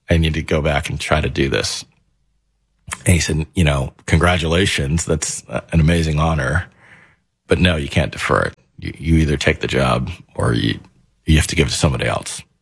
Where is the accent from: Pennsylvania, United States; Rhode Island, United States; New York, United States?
New York, United States; It's personal, right? I'm from New York.